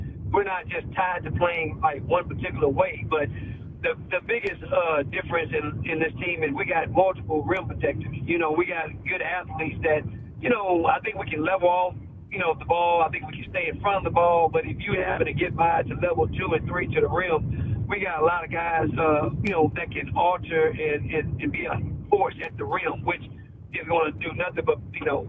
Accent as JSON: {"language": "English", "town": "Waco", "region": "Texas", "country": "United States", "tie": "born or raised there", "moved": "as an adult", "lives_now": "Morgantown, United States", "said": "Where we grow up, I'm from Waco, Texas, where Baylor University is at."}